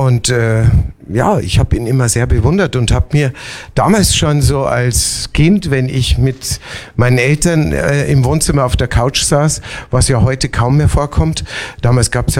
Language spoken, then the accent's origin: German; Munich, Bavaria, Germany; also born or lived in Obersendling, Munich; Ich bin geboren in Obersendling und bin dann aufgewachsen in Schwabing. Wir haben erst in der Theresienstraße gewohnt, dann in der Giselastraße.